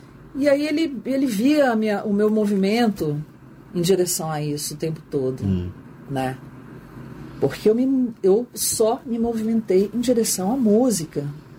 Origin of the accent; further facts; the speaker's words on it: Uberlândia, Minas Gerais, Brazil; now in Campinas, Brazil; Eu vim de Uberlândia, uma cidade bem menor.